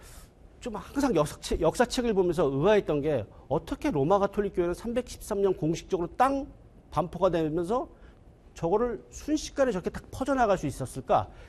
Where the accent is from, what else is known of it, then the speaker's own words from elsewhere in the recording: South Korea; born there; moved away; 저는 한국에 있을 때